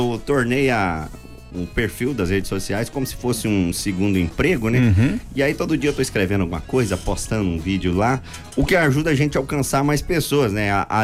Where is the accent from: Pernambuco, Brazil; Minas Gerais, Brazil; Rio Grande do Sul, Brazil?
Minas Gerais, Brazil